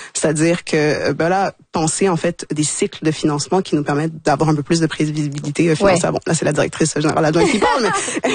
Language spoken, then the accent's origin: French; Port-au-Prince, Ouest, Haiti; born there; Non, c'est comme un peu classique, enfants d'immigrants. Moi, je suis née à Port-au-Prince. J'ai grandi ici.